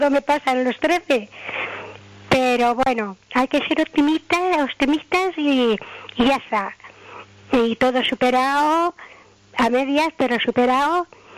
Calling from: Balearic Islands, Spain; de Sonoliva.

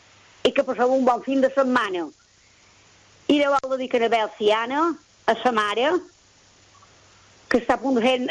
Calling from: Petra, Balearic Islands, Spain; Bon dia, Manno. … de Petra.

